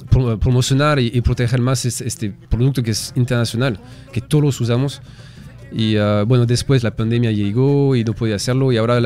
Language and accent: Spanish; France; Spanish is a second language; now in Peru; venir a Perú y un francés va a abrir un restaurante peruano.